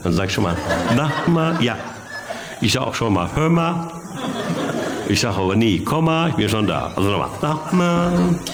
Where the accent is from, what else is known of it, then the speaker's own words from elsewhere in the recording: Bochum, North Rhine-Westphalia, Germany; Ich komme aus Bochum und Bochum ist im Prinzip nichts anderes als Toys R Us mit Rand.